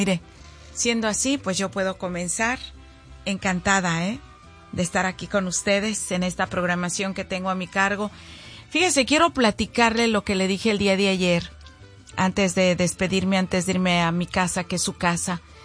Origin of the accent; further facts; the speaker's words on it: Mexico; Somos mexicanos y podemos llegar cuando queramos o cuando necesitemos.